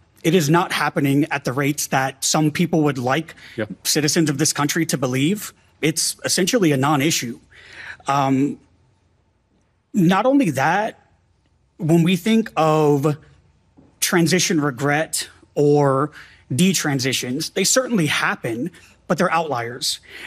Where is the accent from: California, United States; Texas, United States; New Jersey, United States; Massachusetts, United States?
Texas, United States; Rosenberg; now in Dallas, United States; Rosenberg, Texas.